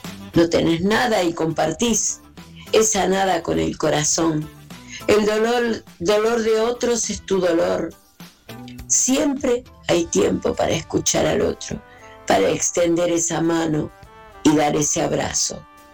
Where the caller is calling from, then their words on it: Argentina; Somos orgullosos, soberbios, pero damos con el alma y somos argentinos, argentinos desde Ushuaia hasta La Quiaca.